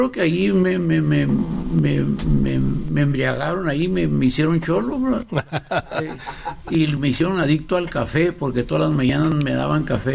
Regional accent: Ciudad Juárez, Chihuahua, Mexico; now in Monterrey, Mexico; yo soy de Juárez

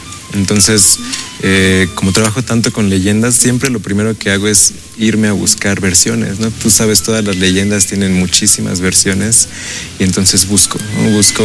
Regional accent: Toluca, State of Mexico, Mexico; soy originario, pues, en realidad de la Ciudad de México, pero crecí aquí en Toluca, entonces toluqueño.

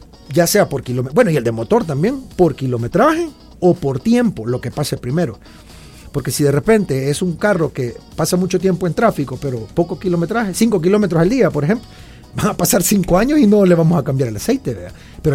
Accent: Santa Ana, El Salvador; Yo vengo de Santa Ana y Santa Ana ahora es un caos también, ¿verdad?

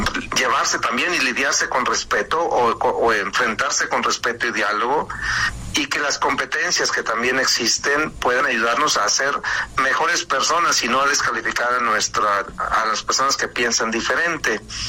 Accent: Mexico; como mexicanos tenemos que pues amar a nuestro país

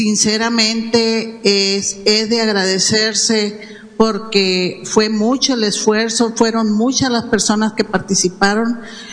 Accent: Los Mochis, Sinaloa, Mexico; soy de Los Mochis, Sinaloa, enfermera jubilada

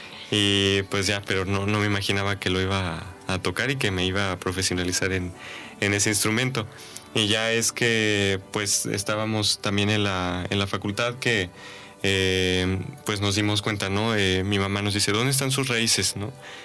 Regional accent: Mexico; como mexicanos no sepamos lo que tenemos

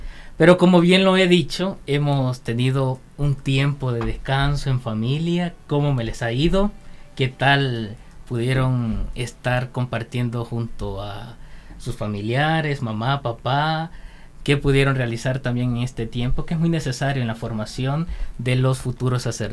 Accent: Choluteca, Honduras; moved away as an adult; now in Tegucigalpa, Honduras; Soy de Choluteca, entonces igual, por allá ahorita oscila entre 40 y 42 grados

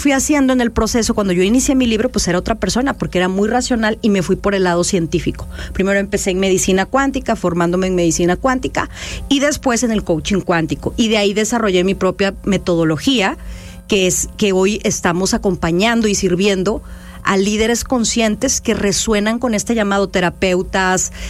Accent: Orizaba, Veracruz, Mexico; now in Mexico City, Mexico; yo soy de Orizaba, Veracruz, nací en Orizaba, Veracruz, pero bueno, ya llevo muchos años viviendo en Ciudad de México

